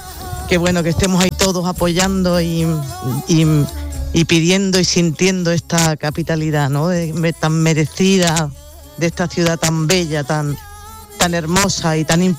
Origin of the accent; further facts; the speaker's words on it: Granada, Andalusia, Spain; yo soy de Granada, soy una enamorada de mi tierra